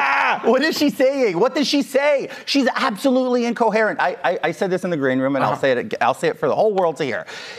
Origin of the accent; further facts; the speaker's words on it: Queens, New York, United States; Go. I grew up in Queens.